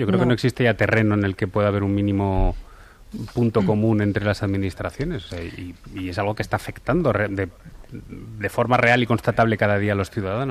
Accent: Valencian Community, Spain; yo, bueno, soy valenciano, recuerdo en La Dana el debate era si Mazón había pedido o no la declaración de estado de emergencia.

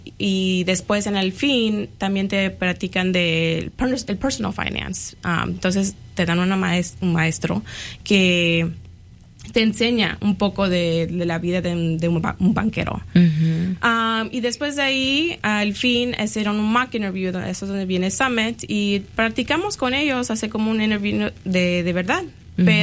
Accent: Argentina; moved away; Yo soy de Argentina.

